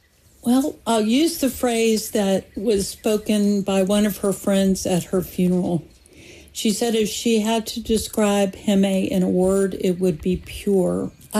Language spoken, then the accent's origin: English; Florida, United States; moved away; As a child growing up in Florida